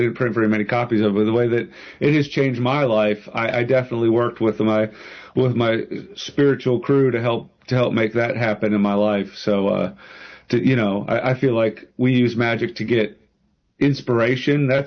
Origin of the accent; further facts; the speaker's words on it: Pennsylvania, United States; moved away; No, I'm originally from Pennsylvania.